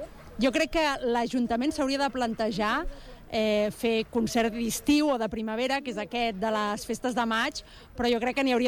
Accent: Badalona, Catalonia, Spain; Però sóc bona badalonina.

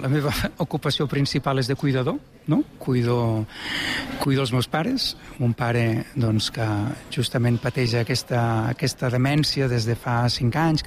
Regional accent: Catalonia, Spain; Jo sóc de la Noguera

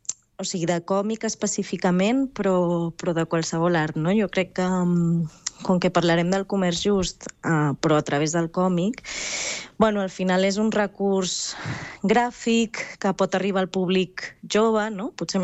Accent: Barberà del Vallès, Catalonia, Spain; born there; now in Vall de Camprodon, Ripollès, Spain; vaig néixer a Barberà, però visc en un poblet aquí al Ripollès, a la vall de Camprodon.

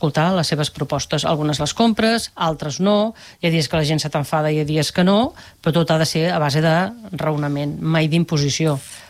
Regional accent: Barcelona, Catalonia, Spain; born there; Sí, vaig néixer a Barcelona.

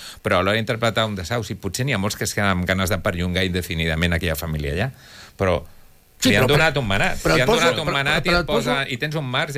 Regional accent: Igualada, Catalonia, Spain; jo que vinc d'Igualada

